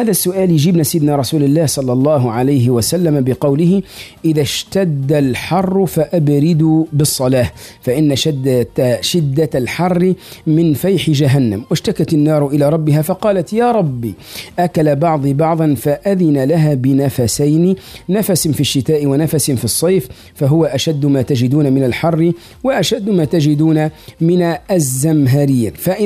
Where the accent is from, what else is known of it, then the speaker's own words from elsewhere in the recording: Tunisia; نحن حتى في تونسنا الطيبة المباركة